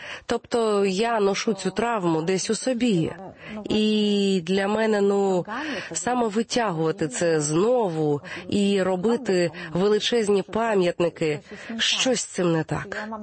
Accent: Poland; ми, поляки

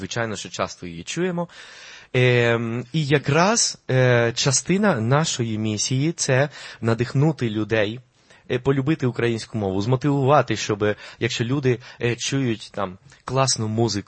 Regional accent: Colombia; Ukrainian is a second language; now in Lviv, Ukraine; Але ми, як колумбійці, також можемо полюбити і українську, все українське також

